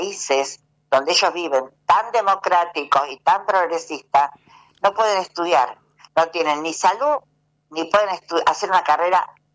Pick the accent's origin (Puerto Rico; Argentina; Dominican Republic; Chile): Argentina; Somos tramposos los argentinos